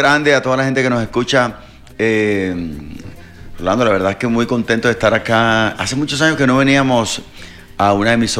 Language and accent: Spanish; Valledupar, Cesar, Colombia; porque nosotros vivíamos en Valledupar, pues yo soy de Valledupar